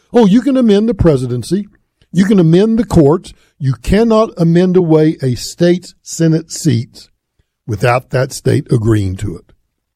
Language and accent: English; Colorado, United States; Let me bring it home to my home state of Colorado.